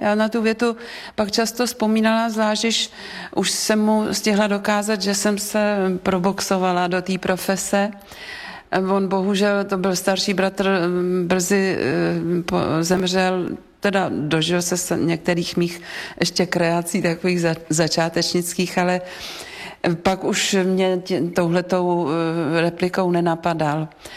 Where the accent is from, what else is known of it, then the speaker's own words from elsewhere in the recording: Vysočina Region, Czechia; born there; narodila jsem se už skoro na Českomoravské Vysočině